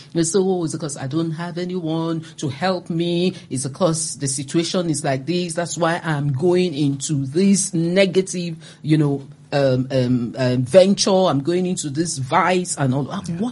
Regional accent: Mushin, Lagos, Nigeria; I mean, I grew up in Mushin in Lagos.

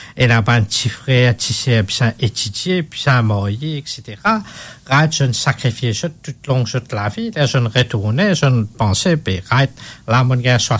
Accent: Mauritius; mon papa, que je rajoute en tant que Mauricien

